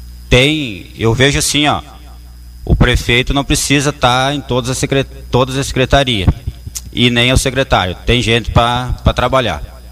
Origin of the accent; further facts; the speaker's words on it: Brazil; eu cresci ali, sou natural da São Cristóvão.